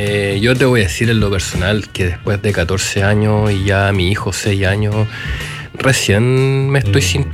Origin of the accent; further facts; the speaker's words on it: Santiago, Santiago Metropolitan Region, Chile; Santiaguino, pero ya hace 14 años.